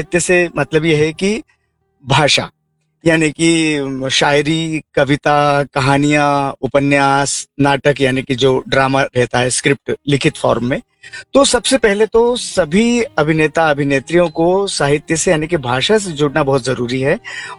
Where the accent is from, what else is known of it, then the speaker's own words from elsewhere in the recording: Ujjain, Madhya Pradesh, India; moved away as an adult; now in Bhopal, India; मूलतः मैं उज्जैन मध्य प्रदेश का रहने वाला हूँ, लेकिन 2007 से मैं लगातार भोपाल में रहता हूँ